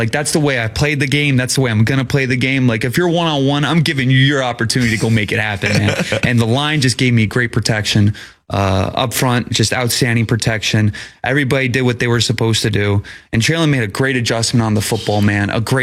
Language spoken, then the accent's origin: English; Midwest, United States; moved away as an adult; Growing up in the Midwest, you don't really know.